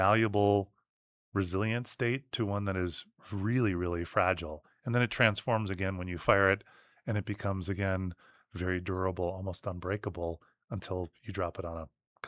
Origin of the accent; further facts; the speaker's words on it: Wisconsin, United States; I'm from Wisconsin.